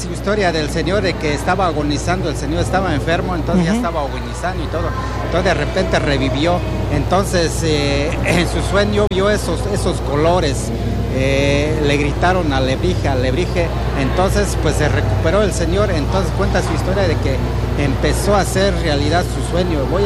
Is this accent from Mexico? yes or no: yes; Oaxaca, Mexico; vengo de la Sierra Juárez del estado de Oaxaca.